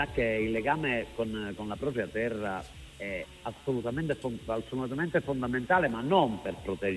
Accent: San Severino Lucano, Basilicata, Italy; la mia terra appartiene al Parco Nazionale del Pollino, quindi io tra virgolette vivo, non ci sto sempre, sto tantissimo in tutta Italia, però per quando riesco a starci vivo

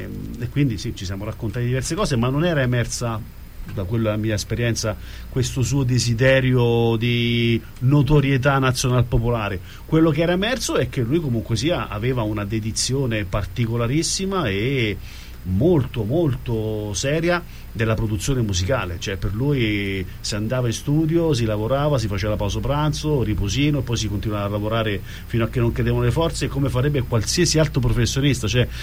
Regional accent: Fabriano, Marche, Italy; Io sono marchigiano, sì, di Fabriano.

